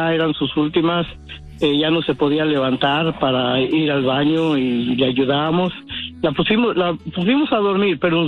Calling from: Stockton, California, United States; Stockton.

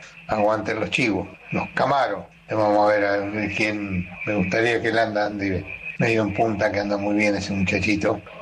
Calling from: Chascomús, Buenos Aires Province, Argentina; de Chascomús. Bastante frío y viento por esta zona.

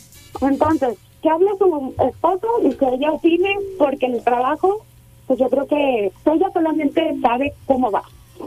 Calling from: Zapopan, Jalisco, Mexico; De Zapopan.

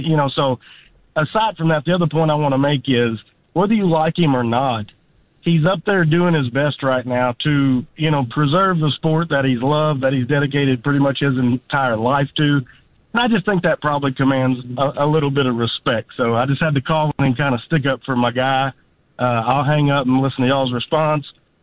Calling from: Tennessee, United States; I'm a Bama guy that lives in East Tennessee, have for years.

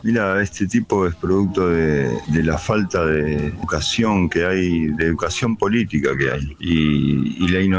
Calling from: Burzaco, Buenos Aires Province, Argentina; de Bursaco.

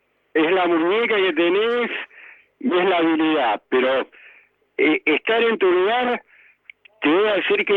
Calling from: Mar del Plata, Buenos Aires Province, Argentina; de Mar del Plata.

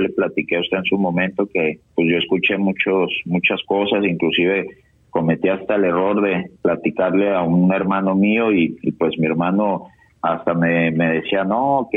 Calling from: Zacatecas, Mexico; yo soy de Zacatecas

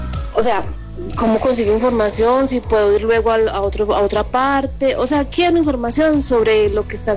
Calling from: Santa Rosa de Cabal, Risaralda, Colombia; yo vivo en Santa Rosa

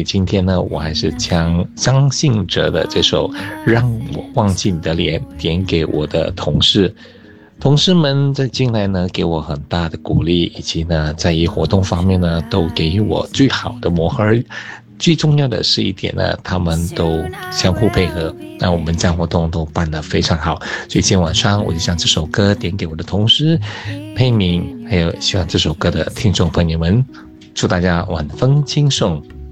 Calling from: Kuala Lumpur, Malaysia; 我是来自吉隆坡的

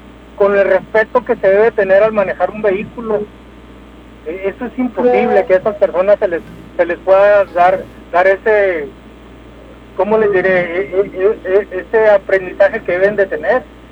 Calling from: Ciudad Juárez, Chihuahua, Mexico; yo soy de Juárez, ustedes son de Juárez, hemos manejado acá en El Paso

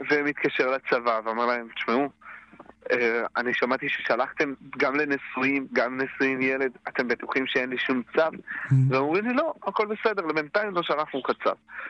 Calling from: Migdal HaEmek, Northern District, Israel; אני מצפון הארץ. אתה נכון, מגדל העמק.

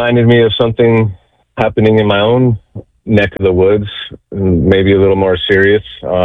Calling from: New Mexico, United States; in New Mexico, we're very liberal over here

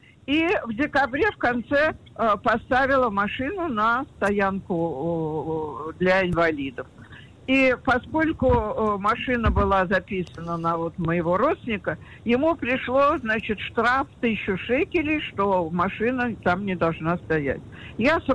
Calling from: Tirat Carmel, Haifa District, Israel; я из Тират-Кармель.

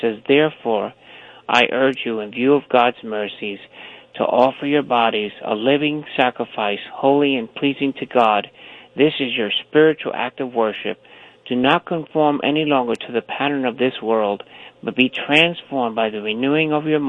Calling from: Long Island, New York, United States; I'm calling from New York, Long Island, a nursing home, ….

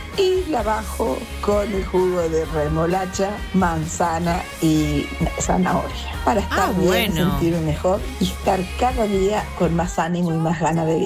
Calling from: Tacuarembó, Uruguay; de Tacuarembó

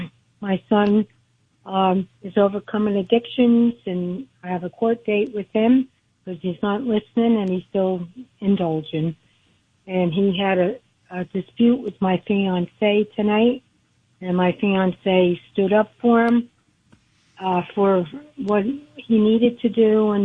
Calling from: New Jersey, United States; I'm calling from New Jersey.

